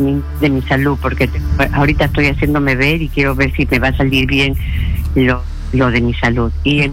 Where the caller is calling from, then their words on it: Lima, Peru; Estoy llamando de San Martín de Porres.